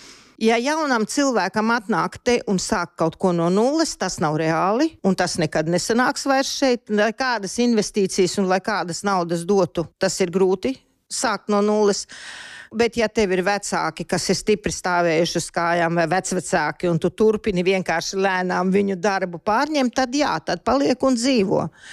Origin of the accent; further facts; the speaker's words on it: Jūrmala, Latvia; Es esmu no Jūrmalas.